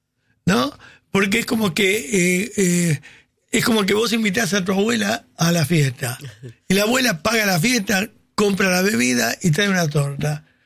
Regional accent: Argentina; yo, la verdad, soy argentino.

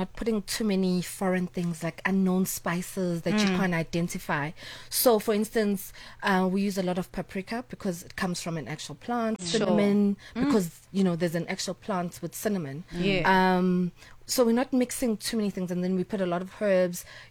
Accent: Durban, KwaZulu-Natal, South Africa; because I'm from Durban.

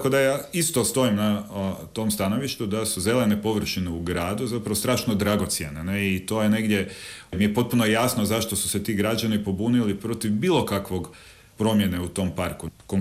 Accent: Zagreb, City of Zagreb, Croatia; Ja sam odrastao u Travnom i tamo još uvijek živi dio moje obitelji

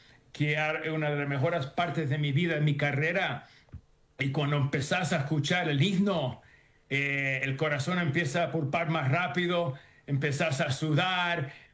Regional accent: Argentina; Oye, espera, sí, una más. Soy argentino.

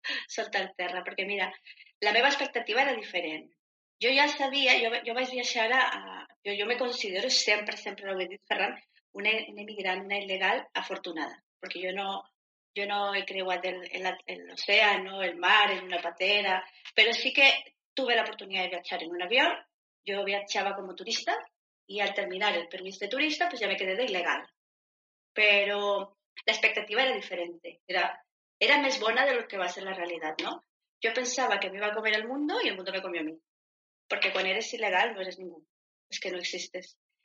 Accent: Bogotá, Colombia; Catalan is a second language; moved away as an adult; now in Catalonia, Spain; soc de Colòmbia, de Bogotà, porto a Catalunya 21 anys. Jo vaig arribar aquí el dia de Sant Joan del 2001.

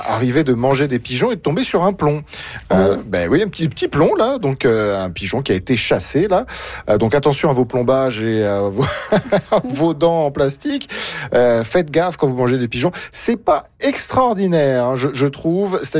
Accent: Paris, Île-de-France, France; now in Edmonton, Canada; Vous savez, en tant que Parisien

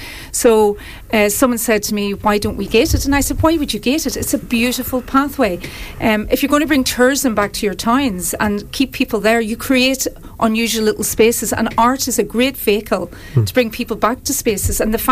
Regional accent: Holywood, Northern Ireland, United Kingdom; now in Wexford, Ireland; I'm originally from Hollywood County Down.

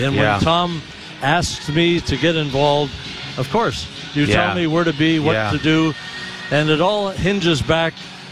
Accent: Toronto, Ontario, Canada; So as a kid growing up in Toronto to see

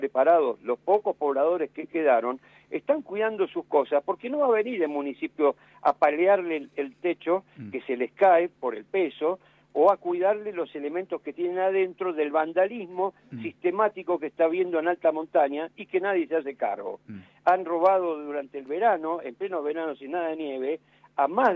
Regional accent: Argentina; Nosotros como argentinos

